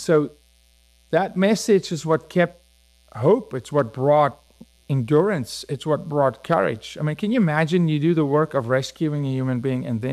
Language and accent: English; Johannesburg, Gauteng, South Africa; I'm from what's called the East Rand. So think of the Bronx, because I'm from Johannesburg. It's a city with 10 million people, right?